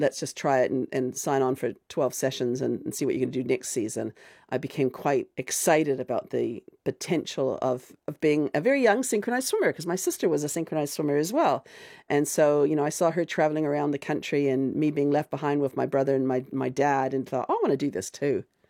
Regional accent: Canada; born there; moved away; also born or lived in Scotland; And whilst I was born in Scotland, I lived my high school years up till the end of my high school in Canada.

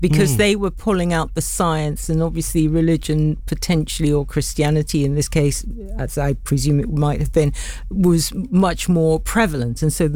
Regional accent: London, United Kingdom; It's just one of those places you, as a Londoner, you can almost forget how special it is.

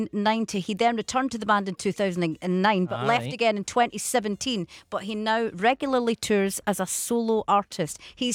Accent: Falkirk, Scotland, United Kingdom; moved away; I'm originally from Falkirk, near Linlithgow.

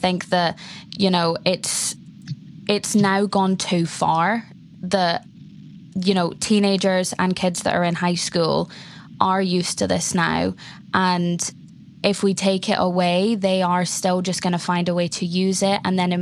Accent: a Scottish island, Scotland, United Kingdom; I'm from a Scottish island

